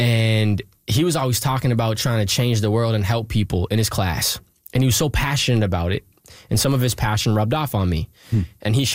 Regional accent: Pickering, Ontario, Canada; We start a community initiative called Pick Waste, because I'm from Pickering, and we pick up trash.

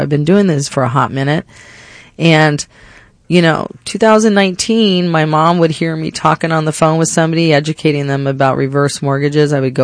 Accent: Phoenix, Arizona, United States; I'm actually a Phoenician. I'm from Arizona, and I've been, went to NAU.

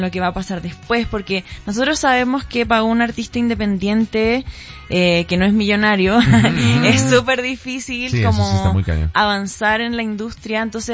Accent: Chile; moved away; also born or lived in Mexico; yo me fui a Chile, yo soy chilena, me fui a Chile 3 meses

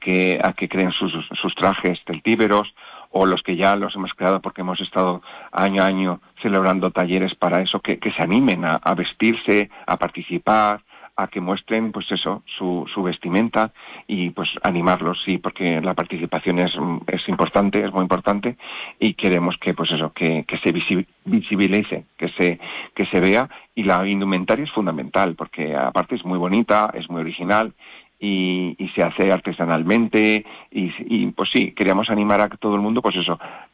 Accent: Enguídanos, Castilla-La Mancha, Spain; todos los que somos de Enguídanos, y a mí como alcalde

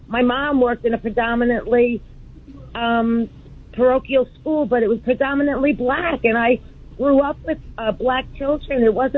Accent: New York, United States; I'm 69. I was born and brought up in New York. And when I went to school, it was multicultural.

